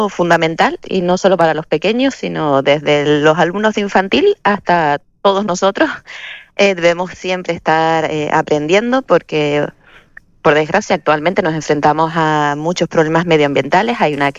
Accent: Canary Islands, Spain; siendo nosotros canarios, ¿verdad?, y viviendo en la costa, en la playita

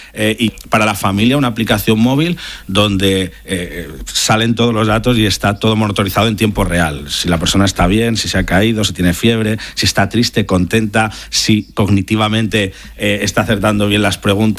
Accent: Zaragoza, Aragon, Spain; now in Siche, Spain

